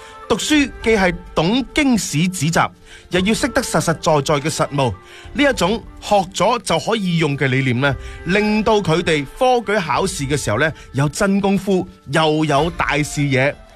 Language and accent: Cantonese; Foshan, Guangdong, China; 我哋佛山人